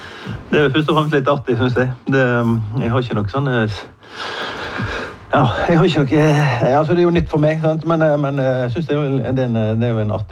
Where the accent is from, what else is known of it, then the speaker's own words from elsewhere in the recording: Vestland, Norway; now in Sunnmøre, Norway; Jeg er jo stril, kommer fra Kjemp. Jeg må være forsiktig med hva jeg sier nå, men jeg er jo litt avsleppen i dialekten, i og med at jeg har bodd på Sunnmøre i 20 år